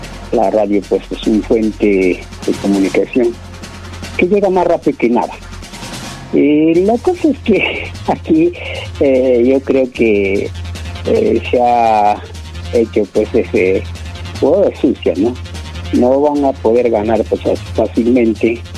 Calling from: Peru

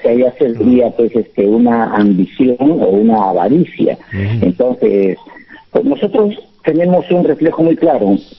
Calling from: Cajaruro, Amazonas, Peru; yo soy, en realidad, soy un cajarurino, ¿no? Porque todas mis tierras están en Cajaruro, vivo en Baguagrande.

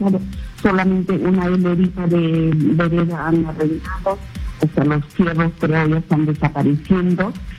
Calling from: Lima, Peru; Yo estoy llamando de Independencia.

